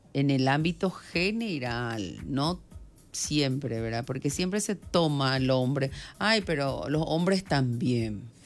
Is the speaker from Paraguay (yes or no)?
yes; Amambay, Paraguay; born there; also born or lived in Brazil; Yo misma soy fronteriza, ¿verdad? Tengo doble nacionalidad. Y entonces, como mi mamá es brasileña, mi papá es paraguayo, yo crecí en los dos.